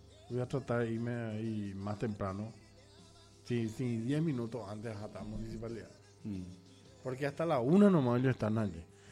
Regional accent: Paraguay; Así pues de boludos somos nosotros los paraguayos.

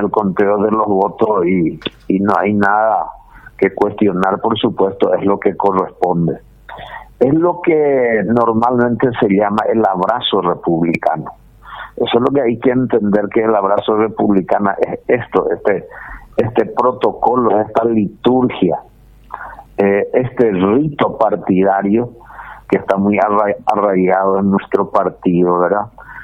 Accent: Cordillera, Paraguay; yo soy de Cordillera.

